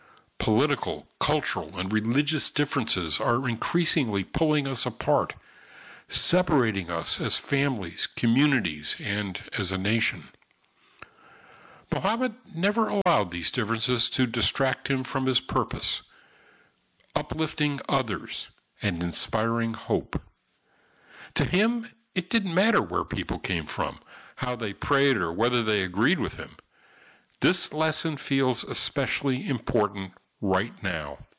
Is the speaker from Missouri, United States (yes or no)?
no; Syracuse, New York, United States; And actually, as a kid growing up in Syracuse, New York, Syracuse had a baseball team, longstanding, the Syracuse Chiefs